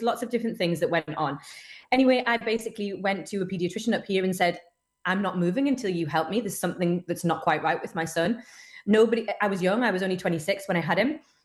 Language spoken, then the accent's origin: English; Newcastle upon Tyne, North East England, United Kingdom; I'm from Newcastle upon Tyne. I was born and bred up here.